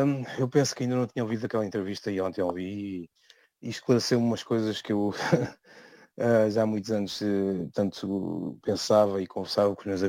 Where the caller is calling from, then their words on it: Cape Verde; sou cabo-verdiano